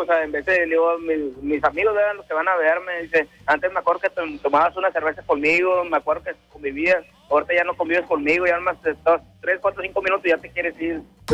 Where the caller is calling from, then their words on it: Nuevo León, Mexico; Yo soy de acá, de la Fomerrey 116, Cepi.